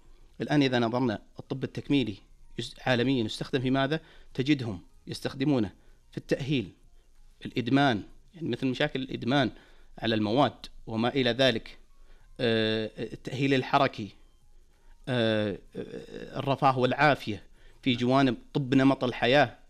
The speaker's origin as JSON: {"language": "Arabic", "country": "Saudi Arabia", "said": "عندنا في المملكة العربية السعودية"}